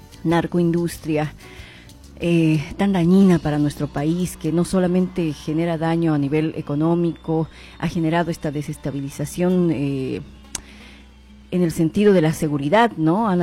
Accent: Bolivia; nosotros como bolivianos

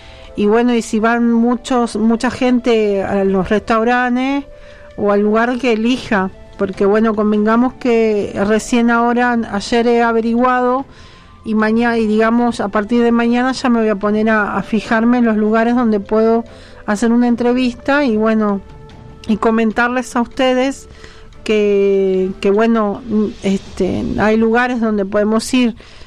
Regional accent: Buenos Aires, Argentina; now in Neuquén, Argentina; Yo soy porteña

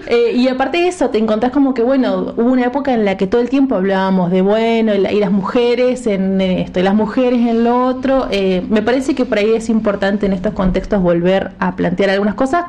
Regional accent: Argentina

